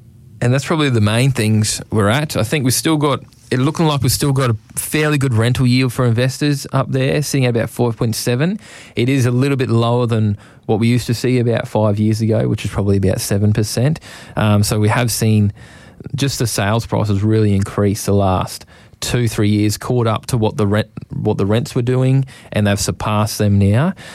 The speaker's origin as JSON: {"language": "English", "town": "Rockhampton", "region": "Queensland", "country": "Australia", "tie": "born there", "said": "I think I might have been born in the Mater"}